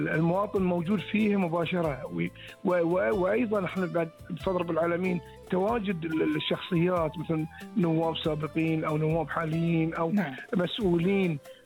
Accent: Bahrain; إحنا كمواطنين بحرينيين

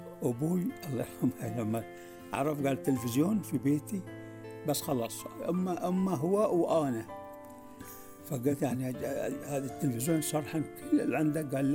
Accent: Bahrain; فكانوا يحبون لما يسمعوا صوت العرب والقاهرة وبعدين يعني دمشق يعني هذه الإذاعات اللي كانت يعني موجودة عندنا في البحرين.

